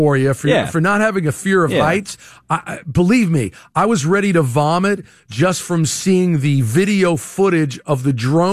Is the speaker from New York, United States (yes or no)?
yes; New York City, New York, United States; where I grew up in New York City